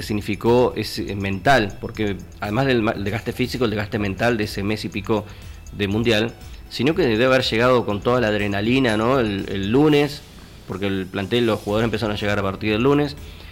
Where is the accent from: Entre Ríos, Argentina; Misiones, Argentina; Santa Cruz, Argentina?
Santa Cruz, Argentina; Río Gallegos; para aquellos que somos de Río Gallegos o estamos siguiendo la carrera de él desde Río Gallegos